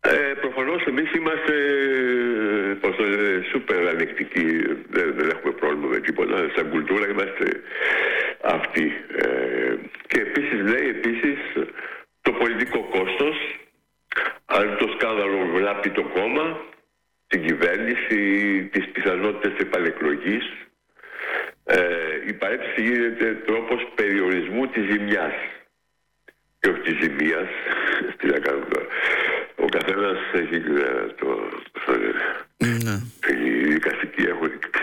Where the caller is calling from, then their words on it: Athens, Attica, Greece; also born or lived in Patisia; Πρώην από Πατήσια.